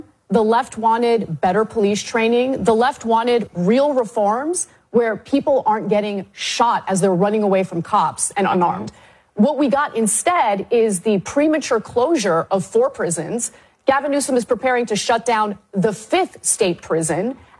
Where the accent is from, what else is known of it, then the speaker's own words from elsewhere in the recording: California, United States; As a Californian, I 100% have experienced he's out to lunch, right?